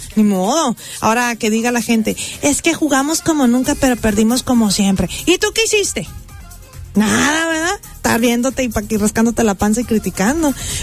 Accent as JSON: {"language": "Spanish", "country": "Mexico", "said": "Cuando ganan, sí somos mexicanos"}